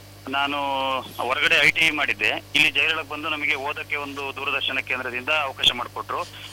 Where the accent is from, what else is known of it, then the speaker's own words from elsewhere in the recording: Uduvare, Hassan district, Karnataka, India; now in Shivamogga, India; ನಮ್ಮ ಊರು ಹಾಸನ ಜಿಲ್ಲೆ ಉಡುವಾರೆ.